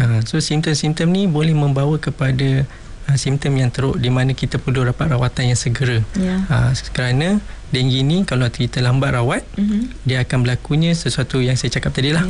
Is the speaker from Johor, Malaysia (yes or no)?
yes; Johor, Malaysia; Betul, saya orang Johor.